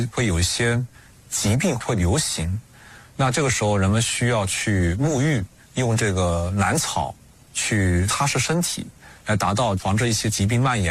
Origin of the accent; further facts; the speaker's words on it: China; 我们中国人